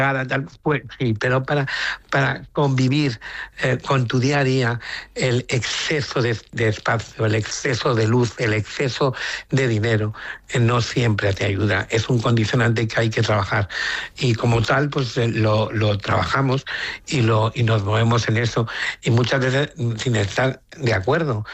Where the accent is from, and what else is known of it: Spain